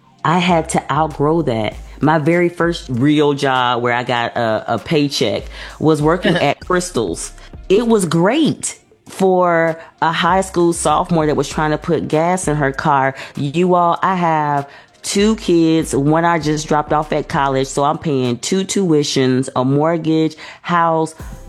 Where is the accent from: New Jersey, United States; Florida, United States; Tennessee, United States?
Florida, United States; Miami; most of you know I'm from Miami, Florida, and I grew up in, I lived in Liberty City.